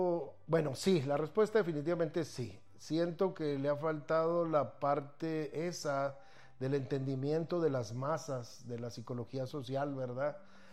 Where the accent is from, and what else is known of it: Mexico